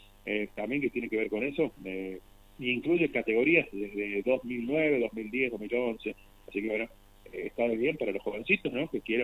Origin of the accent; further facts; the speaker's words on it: Argentina; los normales somos todos técnicos porque somos argentinos.